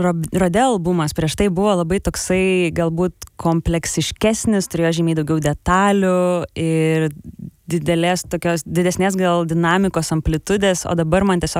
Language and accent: Lithuanian; Klaipėda, Klaipėda County, Lithuania; kad aš iš Klaipėdos ir taip ir gimė ta mintis kažkur pasąmoningai